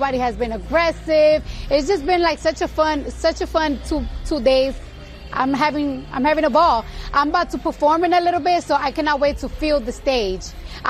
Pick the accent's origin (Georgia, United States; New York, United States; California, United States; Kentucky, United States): New York, United States; And I'm from New York, and I must say, they have the best food in America.